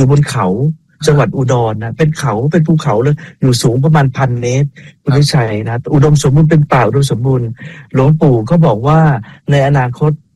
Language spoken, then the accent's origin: Thai; Bangkok, Thailand; เราเป็นคนกรุงเทพ